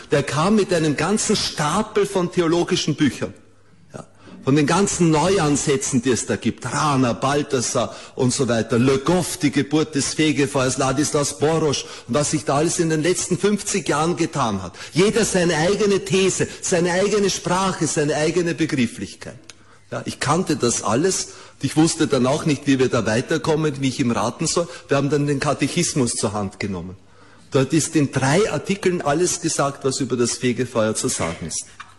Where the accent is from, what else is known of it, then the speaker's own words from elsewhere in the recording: Vienna, Austria; born there; In Wien, wir Wiener, ich bin ein gebürtiger Wiener